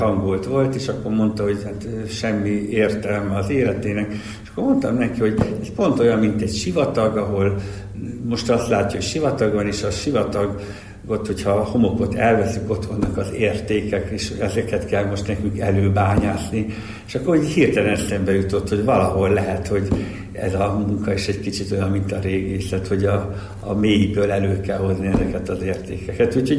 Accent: Debrecen, Hajdú-Bihar, Hungary; born there; Debrecenben születtem, itt tanultam, itt élek, itt van a családom

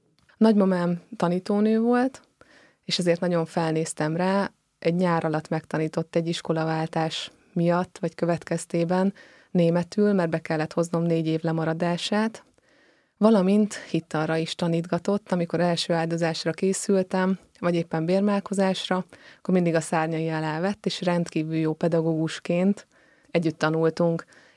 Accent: Nagyoroszi, Nógrád, Hungary; born there; also born or lived in Pest County

